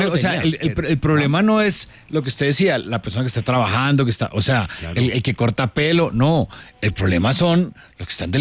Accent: Antioquia, Colombia; como paisa que soy

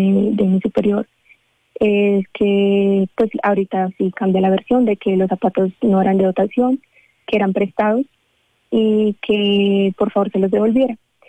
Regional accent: Tolima, Colombia; como vengo de tierra caliente, soy del Tolima

